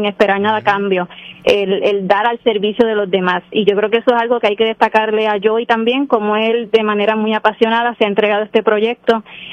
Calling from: Lares, Puerto Rico; soy de Lares, soy maestra en Atillo.

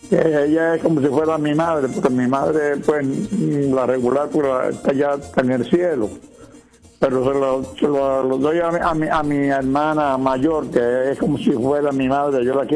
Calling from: Bayamón, Puerto Rico; le hablo de Bayamón.

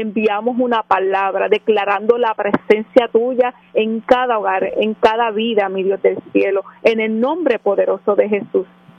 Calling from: Isabela, Puerto Rico; De allí mismo, de Isabela.

